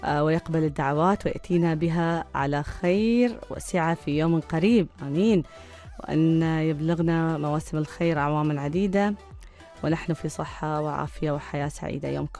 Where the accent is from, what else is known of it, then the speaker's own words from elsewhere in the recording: Oman; لأن إحنا كمجتمع عماني عندنا العيد في كثير من المظاهر